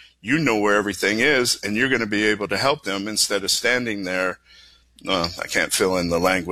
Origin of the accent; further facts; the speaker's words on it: Boston, Massachusetts, United States; Don't hold it against me. I'm from Boston.